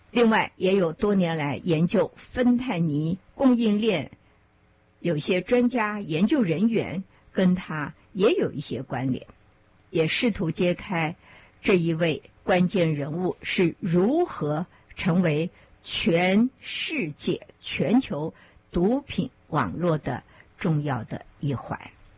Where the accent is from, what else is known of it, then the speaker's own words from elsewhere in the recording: Taiwan; 我们台湾人以前有什么王哥柳哥，是一个漫画的一个主角。